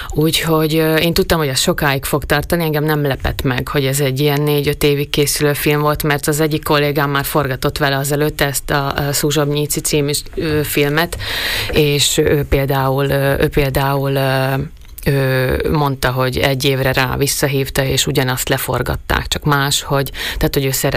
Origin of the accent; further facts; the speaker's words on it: Szőgyén, Nitra Region, Slovakia; now in Pezinok, Slovakia; Hát sokat vagyunk apukámnál Komáromba, meg Szőgyénben, ugye ahonnan én származom, a nagypapáméknál, meg a nevelőanyukámnál, és meg aztán otthon Pezinokban, míg Pezinokban lakunk.